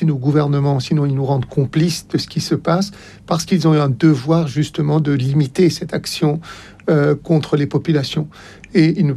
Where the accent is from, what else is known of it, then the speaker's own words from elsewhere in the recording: France; puisque nous parlons en tant que Français, bien évidemment.